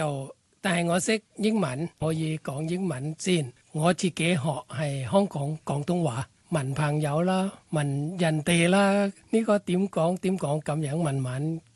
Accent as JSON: {"language": "Cantonese", "country": "Thailand", "second_language": "Cantonese", "moved": "yes", "lives_now": "Hong Kong", "said": "系，我系泰国人啊，过嚟香港做嘢"}